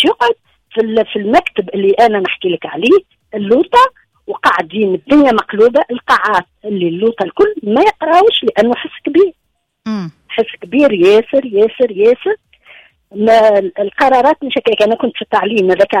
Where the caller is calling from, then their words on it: Tunis, Tunis Governorate, Tunisia; أنا من العاصمة من تونس